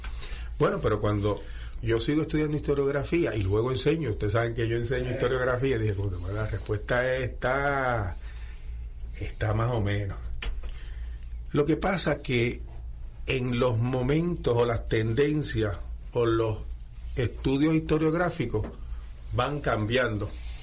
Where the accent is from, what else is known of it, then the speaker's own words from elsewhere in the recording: Puerto Rico; soy el único puertorriqueño que he ido a los archivos de Londres